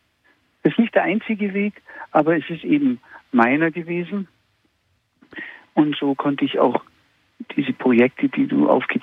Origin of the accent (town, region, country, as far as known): Augsburg, Bavaria, Germany; also born or lived in Hamburg